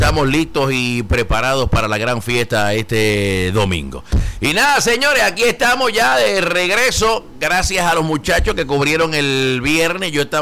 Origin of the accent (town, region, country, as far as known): Puerto Rico